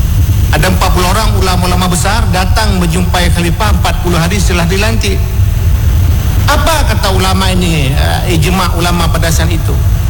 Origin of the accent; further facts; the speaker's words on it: Aceh, Indonesia; Nah, bukan memang harus bangga menjadi orang Aceh. Kita dilahirkan di sini memang harus bangga.